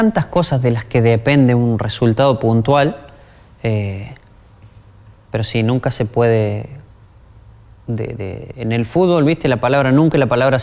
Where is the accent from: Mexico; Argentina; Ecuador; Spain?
Argentina; somos argentinos